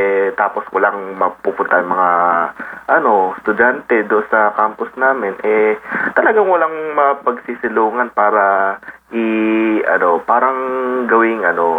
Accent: Quezon City, Metro Manila, Philippines; kahit taga QC ako, hindi naman ako nag-aral dito

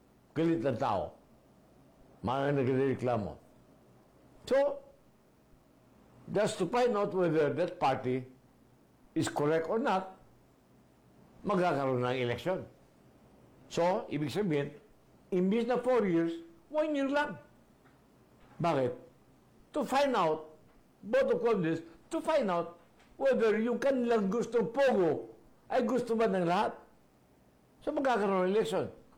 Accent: Zamboanga Peninsula, Philippines; ako taga Zamboanga del Sur.

